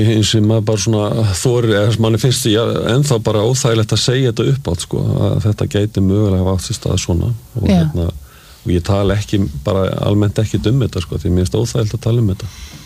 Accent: Reykjavík, Capital Region, Iceland; Ég alveg upp í Reykjavík

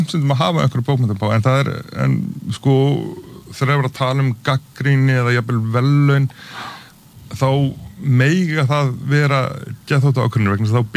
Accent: United Kingdom; also born or lived in Norway; þá hérna ólst ég upp í Bretland og Noregi sem að hérna sem er nú kannski ekki mjög langt í burtu

